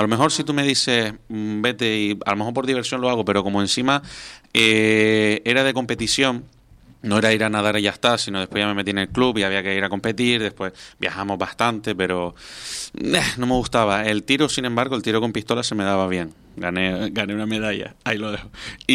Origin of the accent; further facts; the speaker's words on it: Telde, Canary Islands, Spain; en Telde, de donde soy